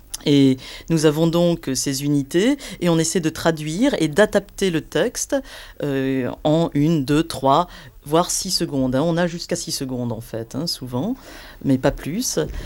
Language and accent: French; France; moved away; also born or lived in Liverpool, United Kingdom / Manchester, United Kingdom; moi je suis française, mais j'ai vécu en Angleterre, justement dans le nord de l'Angleterre d'ailleurs, pas loin de là où Mike Lee habite. J'ai vécu à Liverpool pendant longtemps, et à Manchester un peu aussi d'ailleurs.